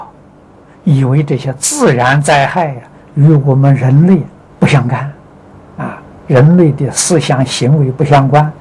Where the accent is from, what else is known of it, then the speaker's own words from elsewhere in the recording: China; 我们中国人称圣人，在印度称佛菩萨。